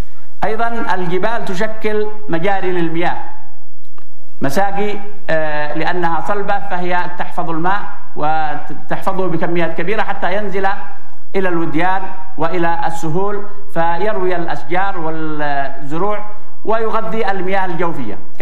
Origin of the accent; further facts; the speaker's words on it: Yemen; بلدنا اليمن